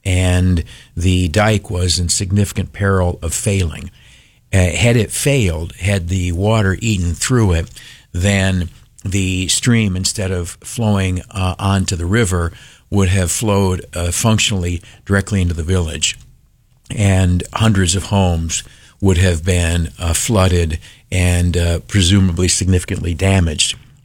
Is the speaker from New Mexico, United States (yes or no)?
no; Canisteo, New York, United States; now in Rochester, United States; my hometown is quite a ways from Rochester, about 70 miles, sort of on the edge of our listening area.